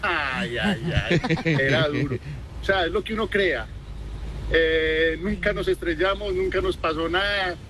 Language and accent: Spanish; Manizales, Caldas, Colombia; Yo soy de Manizales, y en Manizales había en la Francia, cuando a la Francia por allá, por los Alcázares, un metedero que se llamaba Autobar.